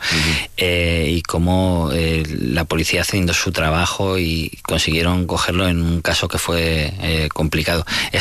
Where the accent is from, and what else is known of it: Castilla-La Mancha, Spain